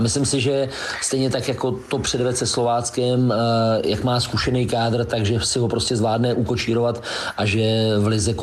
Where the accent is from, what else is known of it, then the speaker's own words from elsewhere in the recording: Liberec, Liberec Region, Czechia; also born or lived in Brno; já tím, že jsem z Liberce, tak vlastně Brno bylo moje jediný angažmá, kde jsem bydlel